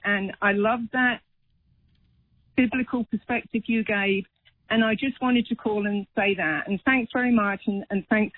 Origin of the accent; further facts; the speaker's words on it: England, United Kingdom; accent: British; England. From the UK originally. Yeah, I just, you know, haven't lost the accent.